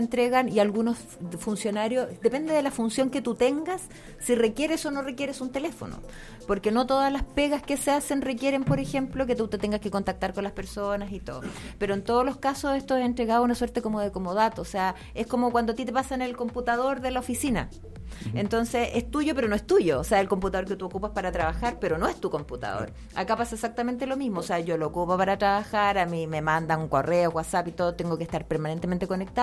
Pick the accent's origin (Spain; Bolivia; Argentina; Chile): Chile; Curicó, Maule; yo soy nacida y criada en Curicó